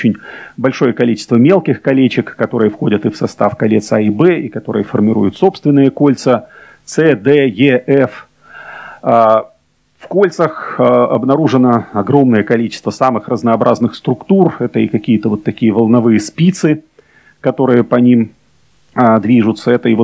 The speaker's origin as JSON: {"language": "Russian", "region": "Ulyanovsk Oblast", "country": "Russia", "said": "Я из Ульяновской области, поэтому мне это важно."}